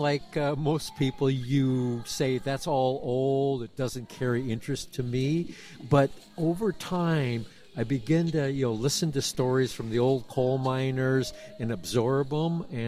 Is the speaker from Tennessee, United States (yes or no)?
no; Enumclaw, Washington, United States; also born or lived in Seattle / Elk Coal; I grew up in Enumclaw.